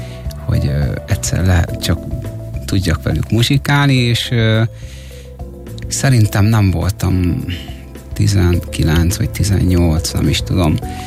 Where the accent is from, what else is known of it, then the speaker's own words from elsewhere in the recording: Endrefalva, Nógrád, Hungary; also born or lived in Salgótarján; Salgótarján. Én Salgótarjánban születtem. Salgótarján mellett nevelkedtem egyébként Endrefalván.